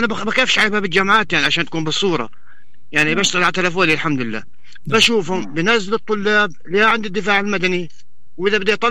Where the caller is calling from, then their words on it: Bethlehem, West Bank, Palestine; عندنا في بيت لحم